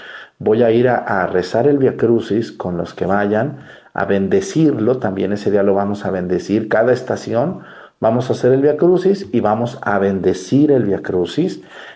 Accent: Mexticacán, Jalisco, Mexico; allá en mi pueblo, en Mesticacán, unas personas pues me ayudaron

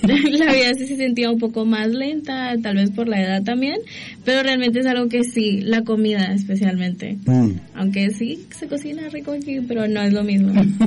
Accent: San Miguel, El Salvador; Soy de San Miguel, El Salvador.

